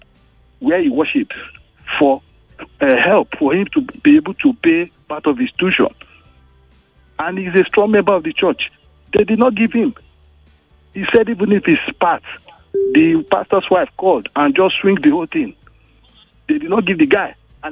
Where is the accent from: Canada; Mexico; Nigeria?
Nigeria; Igondo; now in Sokoto, Nigeria; from Igondo. Right now, I'm listening from Sokoto.